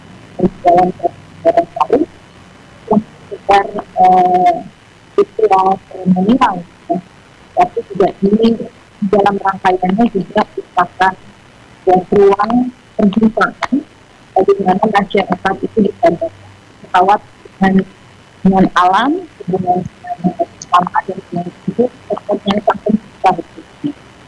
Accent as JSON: {"language": "Indonesian", "region": "West Java", "country": "Indonesia", "said": "kita sebagai Sunda."}